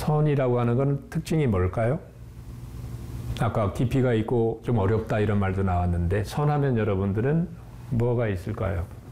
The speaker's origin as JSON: {"language": "Korean", "town": "Cheongju", "region": "North Chungcheong", "country": "South Korea", "tie": "born or raised there", "said": "제가 고향이 저 충북 청주인데"}